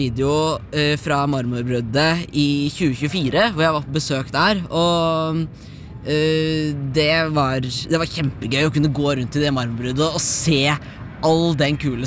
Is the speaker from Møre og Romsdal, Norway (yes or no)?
no; Skien, Telemark, Norway; Men jeg har vokst opp på Skien-siden av kommunegrensa.